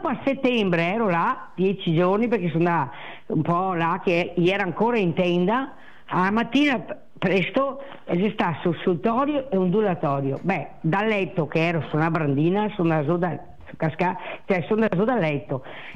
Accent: Veneto, Italy; accent: Venetian dialect

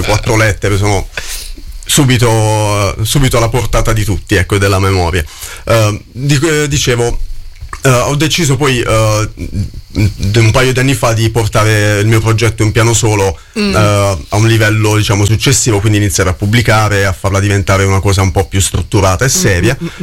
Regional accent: Mola di Bari, Apulia, Italy; sì, Puglia, sì, Mola, sì, di Bari, sì, per l'esattezza.

